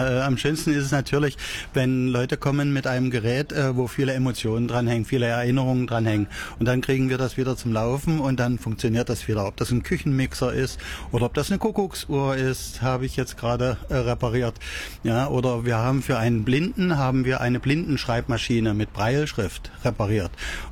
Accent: Halle, Saxony-Anhalt, Germany; Ja. Ich komme aus Halle.

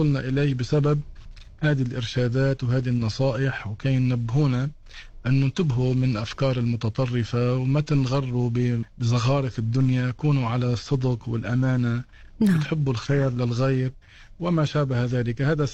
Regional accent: Beirut, Beirut Governorate, Lebanon; نشأت في بيروت بأسرة يعني متواضعة، بحب العلم والعلماء، محافظين على كثير من الطاعات

